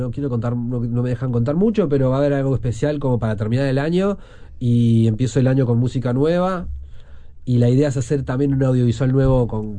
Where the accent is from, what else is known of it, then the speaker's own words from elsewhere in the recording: Uruguay; Yo creo que igual acá estoy soy un tipo, soy tan uruguayo que extraño mucho cuando me voy, ¿sabes?